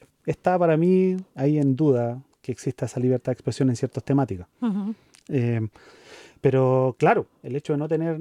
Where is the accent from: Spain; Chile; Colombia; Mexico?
Chile; moved away as an adult; now in Tübingen, Germany; Yo vengo de Chile y también llegué a este lugar hace cerca de 9 años atrás.